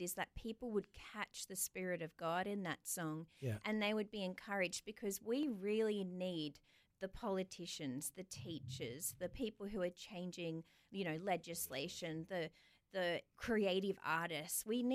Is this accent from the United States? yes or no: no; Australia